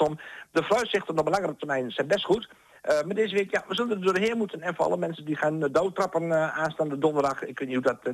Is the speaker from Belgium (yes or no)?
no; Overijssel, Netherlands; moved away; Ik kom van oorsprong uit Twente